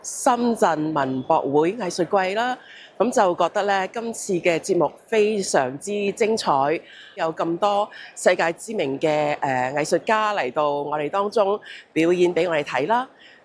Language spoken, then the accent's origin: Cantonese; Hong Kong; 我身为香港人啦，觉得好开心有咁好嘅合作嘅一个机会啦。